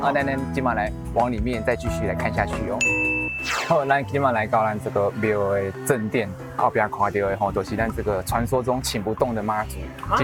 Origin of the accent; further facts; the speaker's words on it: Puzi, Chiayi County, Taiwan; 今天来到我的故乡，就是我的嘉义县的埔主。